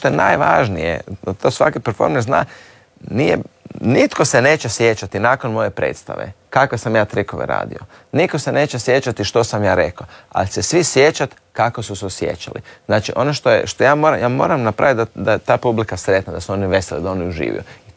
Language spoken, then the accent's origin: Croatian; Croatia; ja sam iz Hrvatske.